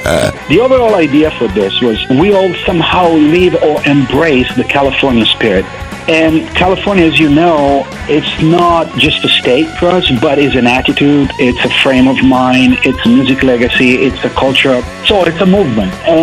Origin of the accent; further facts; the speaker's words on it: Milan, Lombardy, Italy; And then again, probably I'm from Milan, so, Versace, Moschino, and all those big designers.